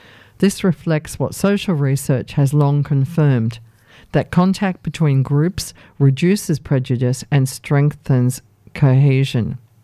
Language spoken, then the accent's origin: English; Australia; I remain proud of my Bangladeshi heritage. I am deeply Australian. These identities do not compete.